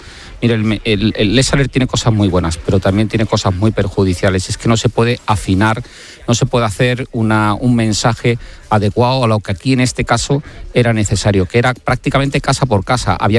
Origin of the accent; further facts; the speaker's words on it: Cádiz, Andalusia, Spain; born or raised there